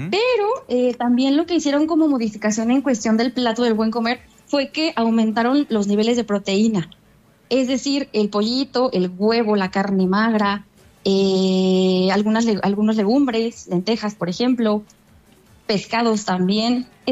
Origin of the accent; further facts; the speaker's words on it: Mexico; nosotros como mexicanos